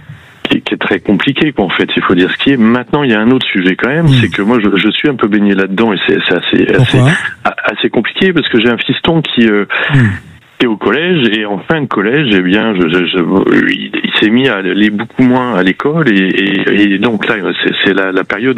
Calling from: Bordeaux, Nouvelle-Aquitaine, France; Je suis à Bordeaux depuis hier soir. Enfin, j'habite Bordeaux

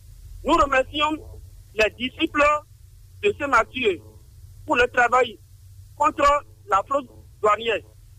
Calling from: Cotonou, Littoral, Benin; Je vous appelle de Tipadi, à Cotonou.

